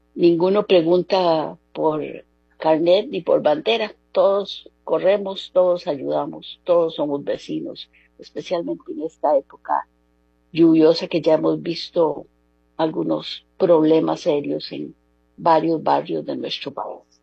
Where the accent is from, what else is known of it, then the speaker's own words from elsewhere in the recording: Costa Rica; Somos costarricenses